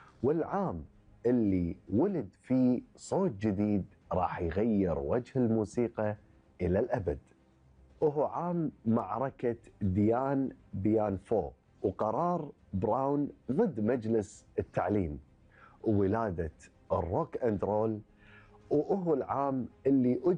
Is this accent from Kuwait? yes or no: yes; Kuwait; ديرتنا الحبيبة الكويت